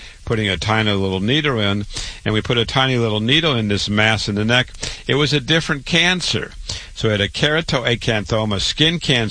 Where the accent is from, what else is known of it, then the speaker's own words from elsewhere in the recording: Waterloo, Iowa, United States; I'm a triple board certified cancer doctor. I was born and raised in Waterloo, Iowa. I went to public school, university, MD at 25